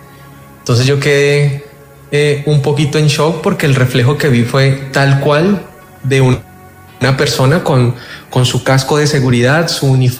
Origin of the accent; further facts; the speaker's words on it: Palmira, Valle del Cauca, Colombia; Bueno, resulta que yo trabajaba, yo soy de Palmira, Valle del Cauca. Trabajé en un ingenio azucarero.